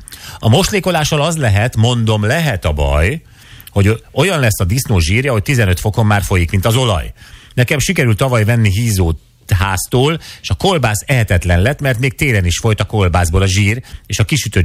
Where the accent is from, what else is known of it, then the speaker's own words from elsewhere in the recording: Great Hungarian Plain, Hungary; now in Bükk, Hungary; én alföldi vagyok, de a bükkbe lakom.